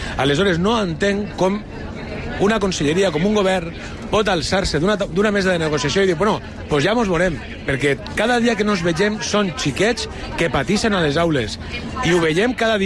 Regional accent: Benicarló, Valencian Community, Spain; moved away; O d'altres comarques no tan centrals, com pel Maestrat, jo soc de Benicarló

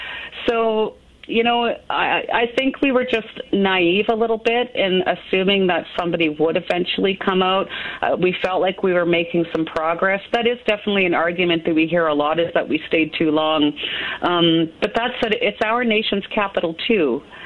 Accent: Saskatchewan, Canada; Chris and I were both born and raised in Saskatchewan

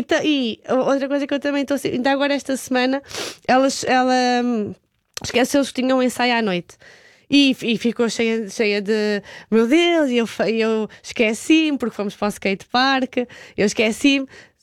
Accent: Elvas, Alentejo, Portugal; moved away as an adult; now in Lisbon, Portugal; Eu também vim de Elvas para Lisboa, tinha 20€ no bolso e ninguém acreditou em Elvas que eu ia conseguir fazer nada em Lisboa, achavam todos que ia voltar.

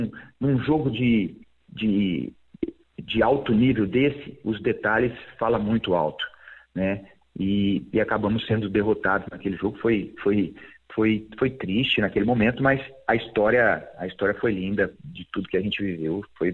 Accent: Brazil; nós, como brasileiros

